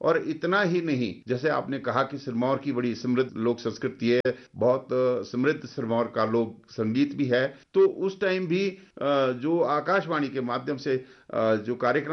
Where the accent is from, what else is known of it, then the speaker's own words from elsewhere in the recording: Sirmaur district, Himachal Pradesh, India; मैं सिरमौर जिला के बहुत ही जिसको गिरिपार का क्षेत्र कहते हैं पिछड़ा इलाका है, संगढ़ा विकास खंड में एक गाँव पड़ता है अरट, वहाँ का निवासी हूँ।